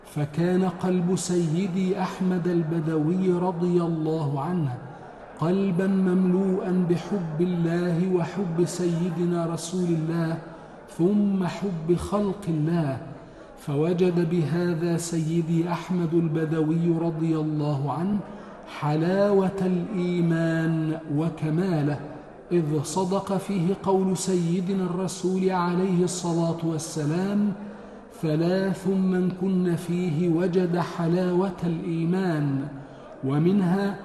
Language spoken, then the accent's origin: Arabic; Egypt